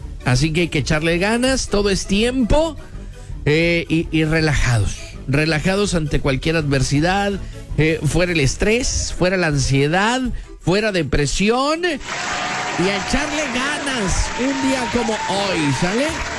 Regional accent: Mexico

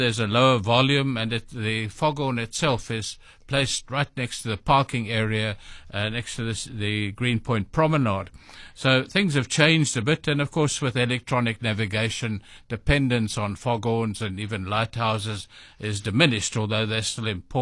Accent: Cape Town, Western Cape, South Africa; I grew up in Little Mowbray

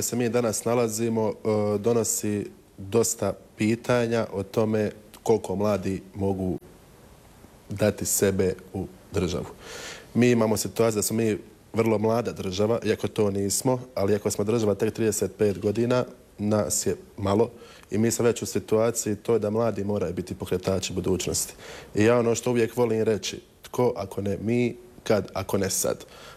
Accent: Čitluk, Federation of Bosnia and Herzegovina, Bosnia & Herzegovina; Dolazim iz Bosne i Hercegovine, točnije iz općine Čitluk.

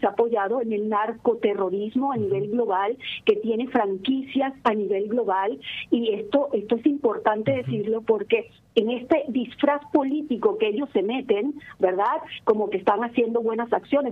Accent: Caracas, Capital District, Venezuela; now in Argentina; De Caracas, la capital.

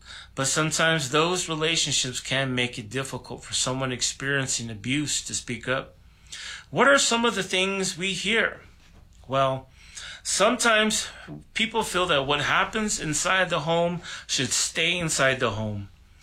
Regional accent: Navajo Nation, New Mexico, United States; As you can tell, I'm not originally from Zuni. I'm from the Navajo Nation, just over there, over the hill from Vandewaga, New Mexico.

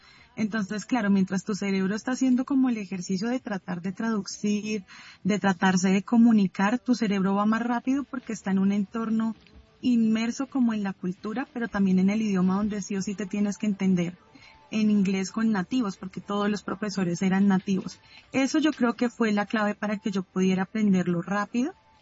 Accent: Colombia; hay dichos que nosotros tenemos como colombianos

